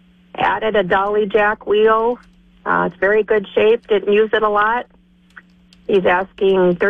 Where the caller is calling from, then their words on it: Irene, South Dakota, United States; from Irene.